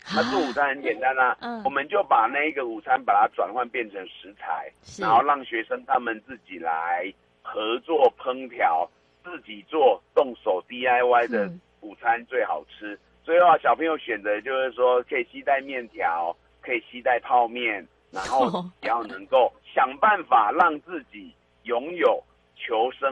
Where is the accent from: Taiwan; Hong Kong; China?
Taiwan; 很喜欢，这也是我们台湾人的日常啊。